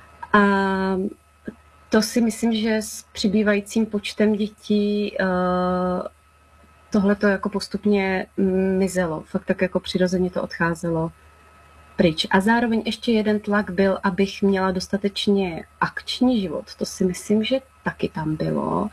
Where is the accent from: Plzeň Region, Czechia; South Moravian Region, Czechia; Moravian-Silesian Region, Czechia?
South Moravian Region, Czechia; Brno; moved away as an adult; now in Trpín, Czech Republic; Tak já jsem se narodila v Brně. Pocházím konkrétně z Husovic, narodila jsem se do velké rodiny, bylo nás dohromady 9 dětí.